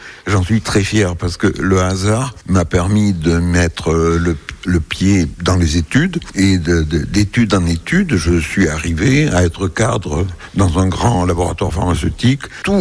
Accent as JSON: {"language": "French", "region": "Nouvelle-Aquitaine", "country": "France", "said": "je suis originaire du Périgord vert"}